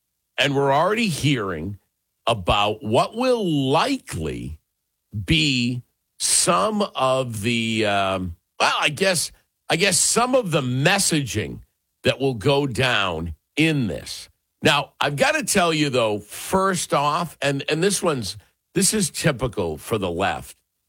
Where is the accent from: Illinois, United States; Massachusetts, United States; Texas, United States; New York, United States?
Massachusetts, United States; We're from Massachusetts.